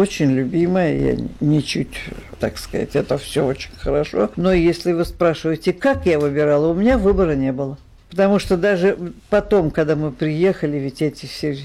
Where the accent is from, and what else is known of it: Saint Petersburg, Russia; born there